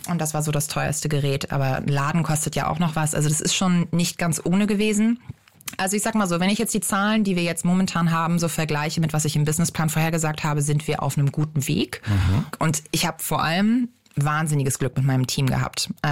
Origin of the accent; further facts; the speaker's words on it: Northern Germany, Germany; Also eine Brezel würde ich jetzt als Norddeutsche auch nicht unbedingt sagen als das Gebäck aus Deutschland.